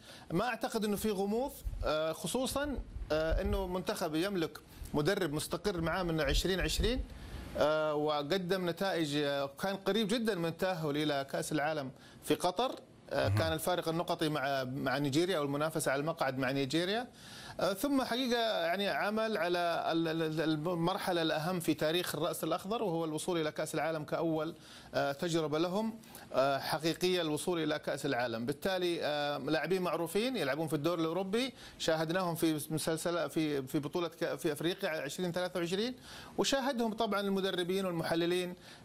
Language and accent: Arabic; Saudi Arabia; كفريق منافس لنا كسعوديين،